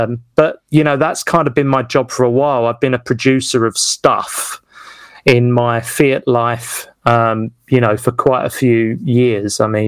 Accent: Westcliff, East of England, United Kingdom; doing a show in Westcliff in my hometown, but having an American compere, I thought that was going to sound cool, you know.

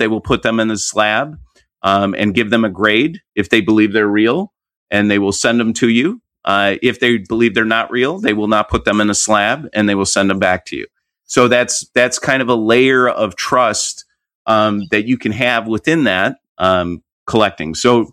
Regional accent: United States; obviously I'm from America, and one of the things that I think we're coming to reckon with is that we don't know history very well here in this country.

